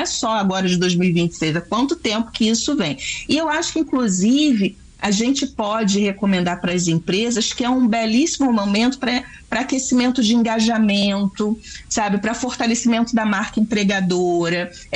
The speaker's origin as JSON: {"language": "Portuguese", "country": "Brazil", "said": "como bom brasileiro, não desisto nunca"}